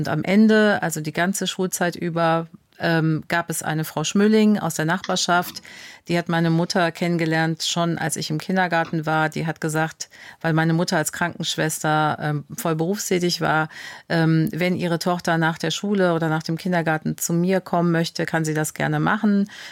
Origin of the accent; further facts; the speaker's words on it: Germany; Ich bin ja in Deutschland geboren, aufgewachsen.